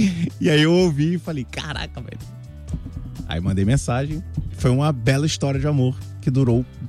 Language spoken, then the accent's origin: Portuguese; São Gonçalo, Rio de Janeiro, Brazil; Sabe que eu sou cria de Alcântara